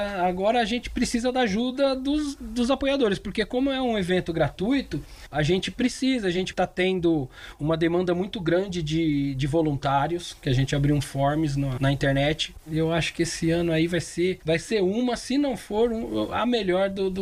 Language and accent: Portuguese; Brazil; a gente é brasileiro